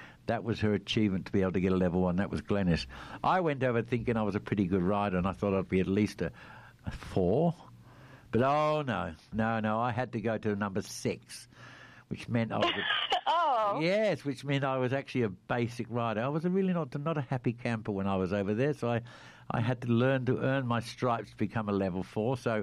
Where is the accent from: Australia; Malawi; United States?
Australia; do I have to have a license to go to that show being an Australian?